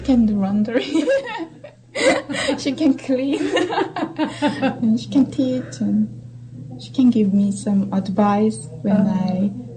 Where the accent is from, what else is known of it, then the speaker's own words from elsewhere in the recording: Seoul, South Korea; English is a second language; moved away as an adult; now in Penticton, Canada; I'm from South Korea.